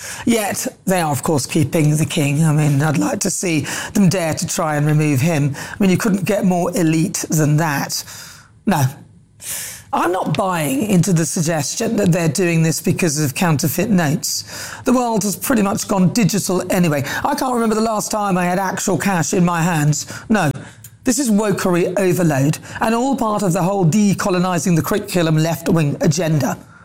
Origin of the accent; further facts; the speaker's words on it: United Kingdom; I, for one, am so proud of being British.